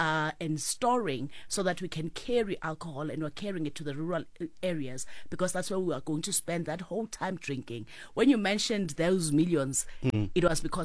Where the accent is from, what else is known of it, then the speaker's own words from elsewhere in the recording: Eswatini; born there; I was born in Eswatini, Swaziland then. My parents were originally from here.